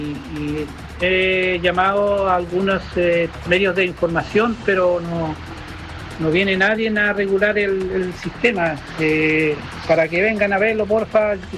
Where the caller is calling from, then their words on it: Puerto Varas, Los Lagos, Chile; yo soy de acá, de Puerto Varas, en la villa Licarayén de Puerto Varas, en Puerto Chico.